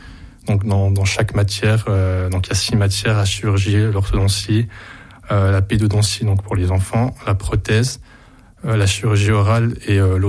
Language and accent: French; Montbéliard, Bourgogne-Franche-Comté, France; moved away; je suis originaire de Montbéliard